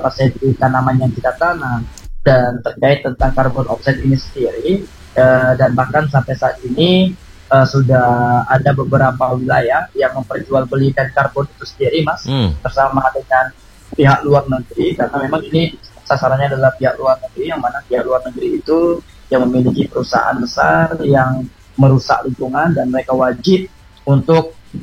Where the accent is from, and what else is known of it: Kubu Raya, West Kalimantan, Indonesia